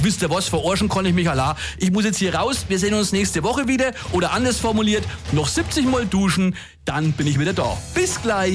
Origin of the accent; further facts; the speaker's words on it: Kulmbach, Bavaria, Germany; Und kurz vor Kulmbach, meiner Heimatstadt, hält mich die Polizei